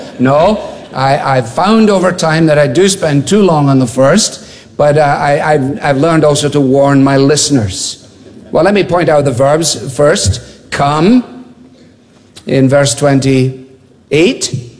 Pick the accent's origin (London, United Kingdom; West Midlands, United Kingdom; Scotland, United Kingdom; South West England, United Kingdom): Scotland, United Kingdom